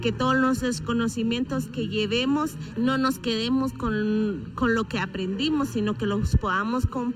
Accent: Santiago Atitlán, Sololá, Guatemala; yo soy una mujer de Santiago Atitlán

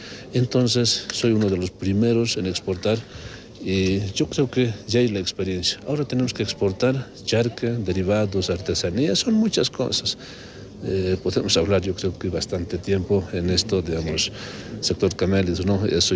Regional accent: Oruro, Bolivia; Soy orureño

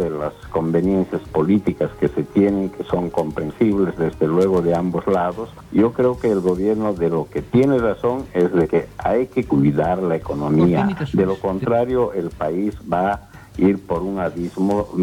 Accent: Bolivia; nosotros como bolivianos y bolivianas

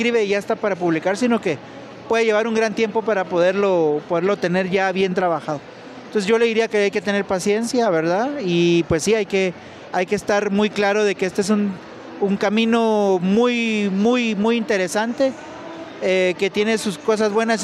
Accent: Quetzaltenango, Guatemala; yo soy de Xela

